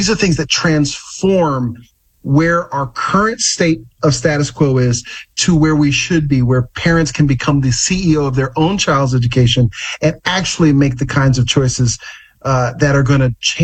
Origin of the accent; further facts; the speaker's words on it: Deep South, United States; I grew up in the Deep South